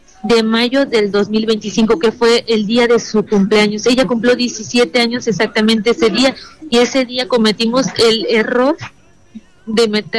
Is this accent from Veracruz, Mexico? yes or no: yes; Poza Rica, Veracruz, Mexico; Nosotros no somos de aquí, somos de Poza Rica, no tenemos familia aquí.